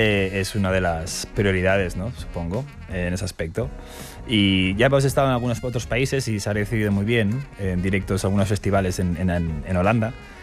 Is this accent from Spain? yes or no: yes; Barcelona, Catalonia, Spain; vengo de Barcelona